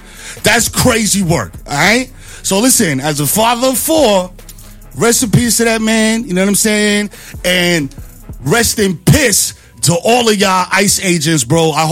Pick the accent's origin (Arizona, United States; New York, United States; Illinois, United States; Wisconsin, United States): New York, United States; New York City; The Bronx in particular, my hometown.